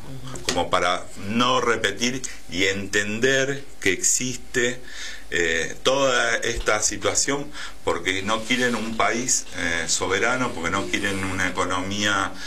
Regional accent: Quilmes, Buenos Aires Province, Argentina; La secundaria me fui a vivir a Capital. Pero bueno, soy nacido y criado en Quilmes y la verdad que la siento como propia, por eso después volví al territorio a trabajar.

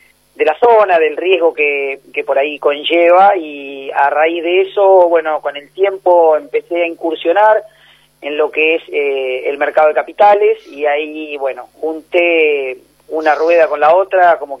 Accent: Melo, Córdoba, Argentina; Yo soy oriundo de Melo, tengo 47 años. Me desempeño como productor agropecuario hace más de 20 años en la zona

